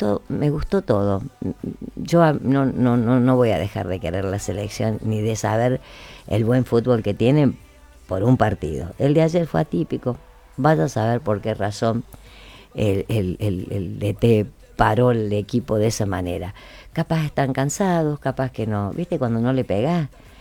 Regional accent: Argentina; Nosotros somos argentinos, debemos seguir siendo argentinos

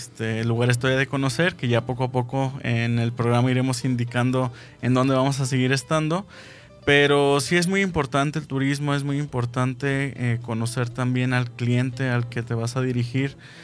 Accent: Guadalajara, Jalisco, Mexico; la ciudad Paraná me ha parecido similar a Guadalajara, que es de donde yo soy

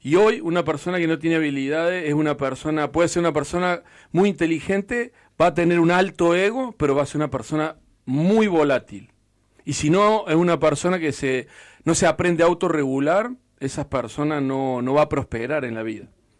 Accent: Córdoba, Argentina; born there

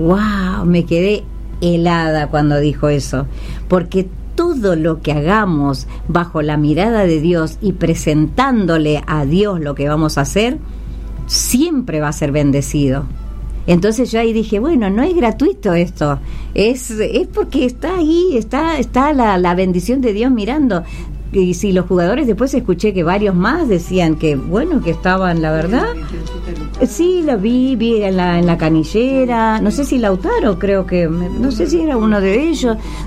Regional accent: Argentina; como argentinos, por supuesto, no podemos dejar de lado el fútbol

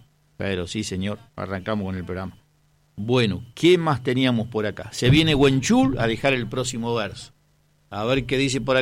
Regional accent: Gobernador Gregores, Santa Cruz, Argentina; Somos de Gobernador Gregore, Santa Cruz, y estamos viajando por la ruta 3.

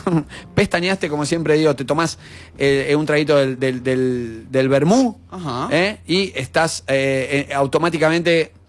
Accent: Argentina

